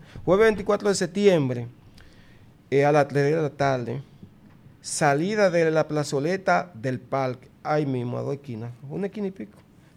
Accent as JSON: {"language": "Spanish", "town": "Baní", "region": "Peravia", "country": "Dominican Republic", "said": "somos de Banilejo"}